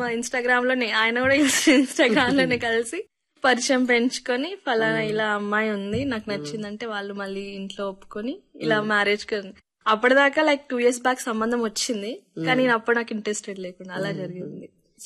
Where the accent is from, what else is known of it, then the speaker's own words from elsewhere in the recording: Adilabad, Telangana, India; also born or lived in Madharpet / Salewada / Bela; మాది బేసికల్లీ మాదర్పేట అంటే దండపల్లి దగ్గర మంచిర్యాల డిస్ట్రిక్ట్. నేను పుట్టింది మా అమ్మమ్మ వాళ్ళ ఊరు సాలేవాడలో. అక్కడ నుంచి ఇంకా మమ్మీ డాడీ వాళ్ళకి జాబ్స్ అని చెప్పేసి కొబ్బాయిలో వాళ్ళ జాబ్స్ చూసుకున్నారు. మళ్ళీ బేలాకి ట్రాన్స్ఫర్ అయ్యాం, బేలా నుండి ఆదిలాబాద్ కి ట్రాన్స్ఫర్ అయ్యాం.